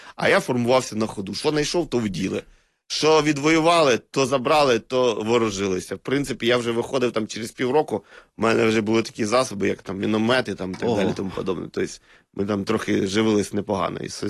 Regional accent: Luhansk Oblast, Ukraine

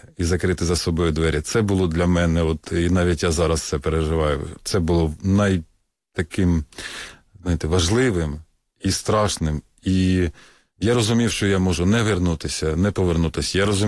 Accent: Kharkiv, Kharkiv Oblast, Ukraine; Я сам з Харкова, да.

